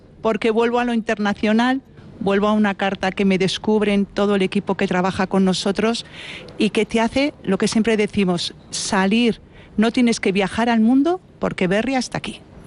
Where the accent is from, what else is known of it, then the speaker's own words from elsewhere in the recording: Vitoria, Basque Country, Spain; Pues a ver, yo soy de Vitoria, de una familia totalmente de estar en la calle, poteando